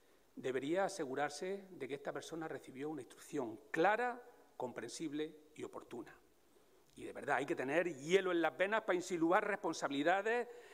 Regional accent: Turre, Andalusia, Spain; los bomberos de mi pueblo, de Turre.

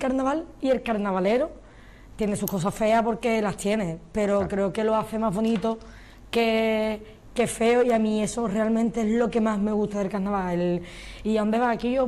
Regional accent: Cádiz, Andalusia, Spain; la gente que somos de Cádiz, que nos gusta el carnaval

